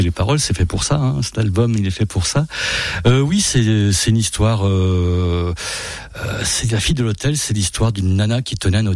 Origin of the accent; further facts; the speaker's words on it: Pélussin, Auvergne-Rhône-Alpes, France; on est chez nous à Pélu